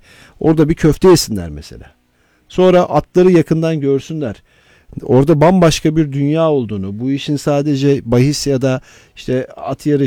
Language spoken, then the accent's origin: Turkish; Bursa, Turkey; benim de mesela Bursa Spor'un yeri bizde ayrı. Şimdi çocukluğum orada geçmiş.